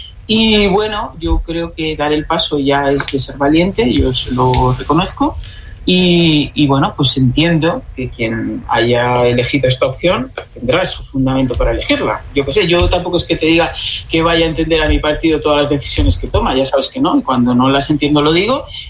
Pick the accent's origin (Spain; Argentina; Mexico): Spain; yo me sentí aludida como ciudadana, como española